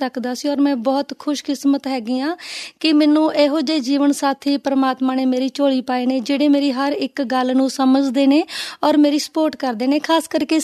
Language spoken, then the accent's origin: Punjabi; Dyalpura Bhai Ka, Punjab, India; moved away as an adult; ਛੋਟਾ ਜਿਹਾ ਦਿਆਲਪੁਰਾ ਭਾਈਕਾ ਦੇ ਨਾਲ ਜ਼ਿਲ੍ਹਾ ਬਠਿੰਡਾ ਦੇ ਵਿੱਚ ਜੀ ਮੇਰਾ ਜਨਮ ਹੋਇਆ।